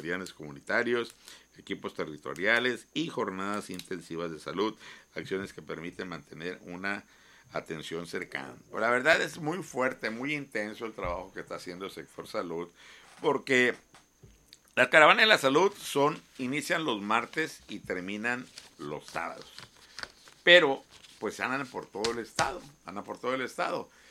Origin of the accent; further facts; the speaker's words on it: Baja California, Mexico; nosotros somos residentes del Valle de Mexicali